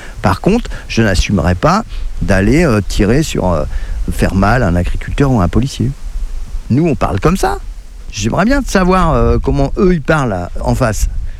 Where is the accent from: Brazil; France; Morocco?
France; Saint-Nazaire, Pays de la Loire; moi je viens de Saint-Nazaire en Loire-Atlantique